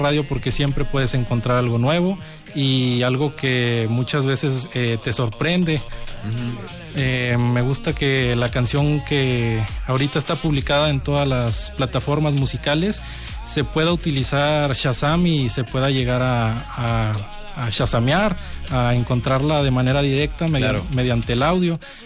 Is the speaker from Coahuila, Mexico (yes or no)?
yes; Saltillo, Coahuila, Mexico; Y pues soy originario de aquí de Saltillo, Coahuila.